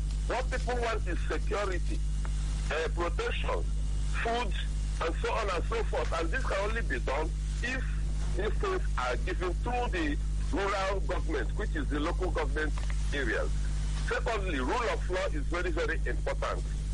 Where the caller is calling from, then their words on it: Owerri, Imo, Nigeria; I'm from Owerri, in Imo State.